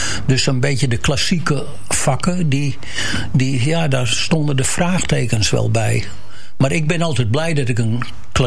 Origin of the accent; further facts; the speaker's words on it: Amsterdam, North Holland, Netherlands; now in Den Helder, Netherlands; Ja, ik kom uit Amsterdam.